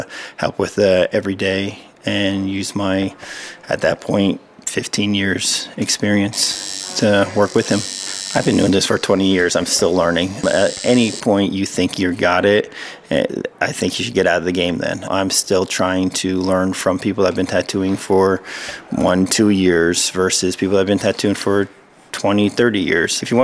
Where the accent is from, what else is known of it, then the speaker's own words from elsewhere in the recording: Florida, United States; moved away; I came up here from Florida, and I came up just as an artist.